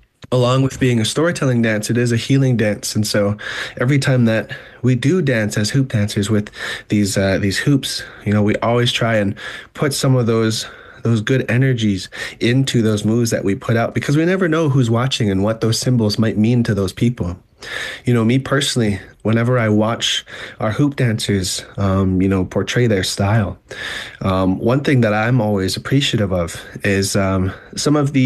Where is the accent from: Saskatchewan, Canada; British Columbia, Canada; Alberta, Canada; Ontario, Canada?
Ontario, Canada; Ottawa; So what we did was we actually went back to the community where we grew up in Ottawa.